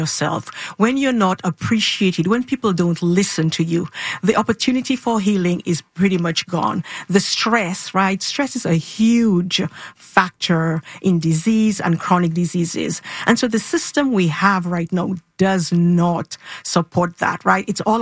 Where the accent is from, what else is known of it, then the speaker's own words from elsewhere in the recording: Dominica; You know, I grew up in Dominica. That's a Black country.